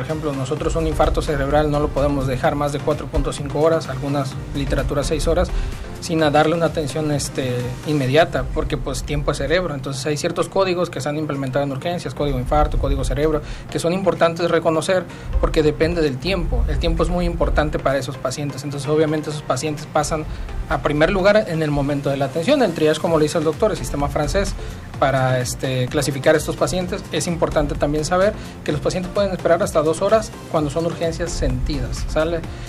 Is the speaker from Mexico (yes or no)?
yes; Mexico; Como mexicanos, digo, me incluyo yo también